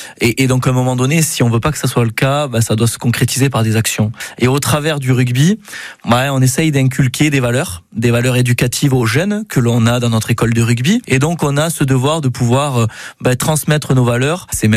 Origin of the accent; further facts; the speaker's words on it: Mende, Occitanie, France; moved away; Je suis né à Mende et j'ai vécu sur le Cosse-Méjean.